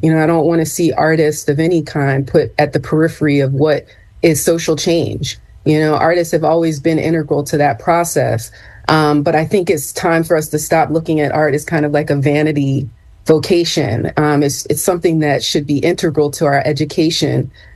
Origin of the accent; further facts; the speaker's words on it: Ambler, Pennsylvania, United States; now in Germantown, Philadelphia, United States; I grew up in Ambler, PA, which was once known as the asbestos capital of the world.